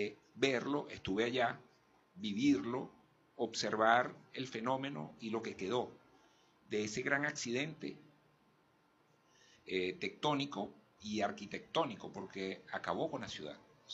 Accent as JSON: {"language": "Spanish", "country": "Venezuela", "said": "Y tenemos una ventaja, como venezolanos, que es la resiliencia"}